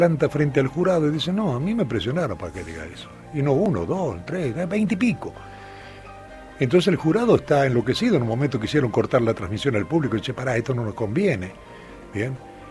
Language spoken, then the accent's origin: Spanish; Argentina; Soy argentino.